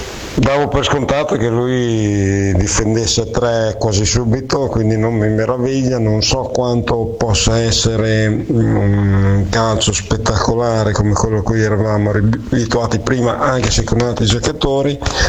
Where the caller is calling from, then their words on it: Castel San Pietro Terme, Emilia-Romagna, Italy; da Castel San Pietro